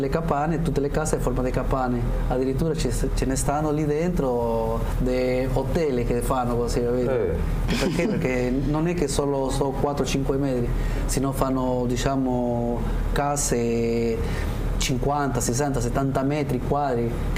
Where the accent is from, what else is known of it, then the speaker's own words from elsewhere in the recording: Lima, Peru; Italian is a second language; moved away; anch'io che sono di Lima